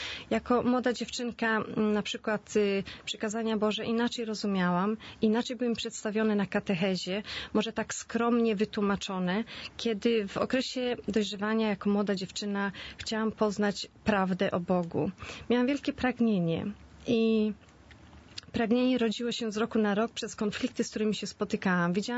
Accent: Świnoujście, West Pomeranian Voivodeship, Poland; moved away

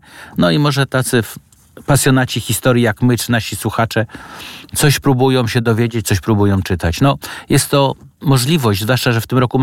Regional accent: Warsaw, Masovian Voivodeship, Poland; my obaj z szanownym panem redaktorem jesteśmy warszawiakami z dziada pradziada

